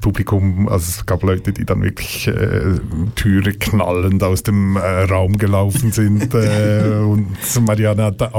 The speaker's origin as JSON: {"language": "German", "country": "Switzerland"}